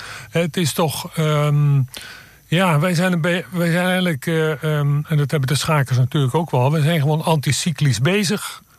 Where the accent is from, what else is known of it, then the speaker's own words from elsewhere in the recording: Rijnsburg, South Holland, Netherlands; Bijvoorbeeld Rijnsburg. Oorspronkelijk kom ik uit Rijnsburg.